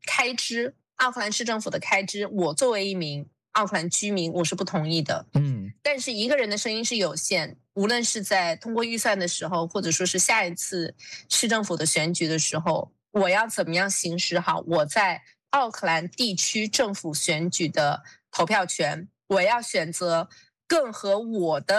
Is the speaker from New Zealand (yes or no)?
yes; New Zealand; 我们这个国家新西兰